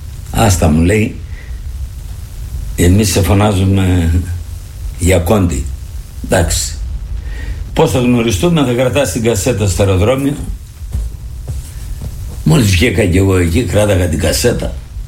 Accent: Epirus, Greece; now in Athens, Greece; εγώ είμαι από τη Θεσπρωτεία.

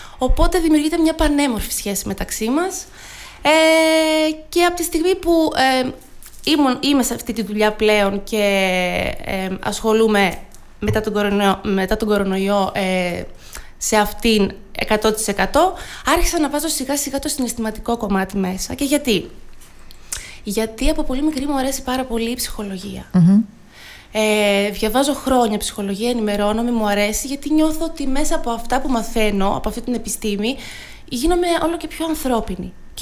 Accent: Kastoria, West Macedonia, Greece; moved away as an adult; also born or lived in Thessaloniki; now in Kastoria, Greece; Επέστρεψα στην Καστοριά, ναι.

